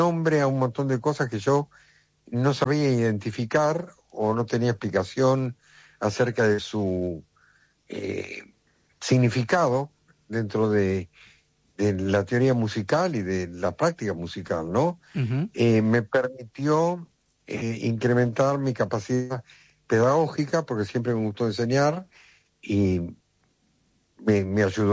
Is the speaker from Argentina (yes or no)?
yes; Argentina; moved away as an adult; also born or lived in Brazil / United States; now in Madrid, Spain; Me dio el gusto de estar en mi tierra con mi público